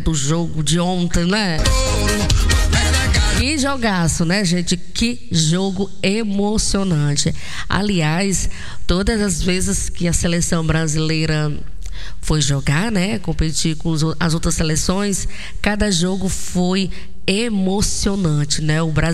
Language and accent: Portuguese; Brazil; Somos brasileiros